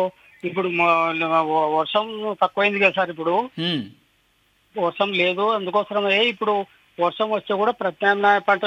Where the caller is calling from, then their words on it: Kurnool district, Andhra Pradesh, India; మాది కర్నూలు జిల్లా వెల్దుర్తిమండలం రామలకొండ సార్.